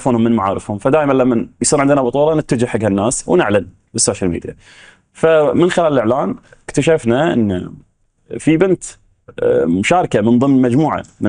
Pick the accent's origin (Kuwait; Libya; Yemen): Kuwait